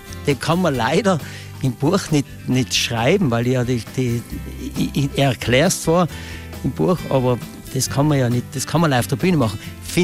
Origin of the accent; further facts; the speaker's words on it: Styria, Austria; born there; also born or lived in Ulten Valley, South Tyrol (parents' origin); kein gebürtiger Ultner. Die Eltern sind Ultner, weil wo der Stausee jetzt ist, haben sie gewohnt und sind ausgewandert und dann sind da die Kinder. Ich bin in der Steiermark geboren, mein Bruder ist noch in Meran geboren und alle anderen halt in Österreich.